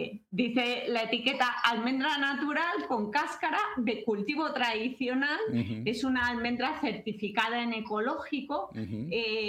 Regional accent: Guadalajara, Castilla-La Mancha, Spain; aquí en Castilla, porque nosotras somos de Guadalajara y somos de Castilla

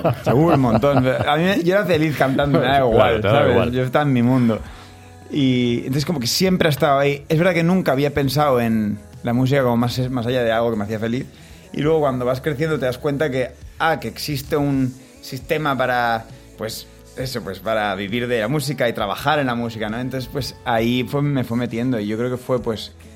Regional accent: Barcelona, Catalonia, Spain; moved away as an adult; also born or lived in Mexico / United States; now in Madrid, Spain; yo soy de Barcelona, pero estoy en Madrid

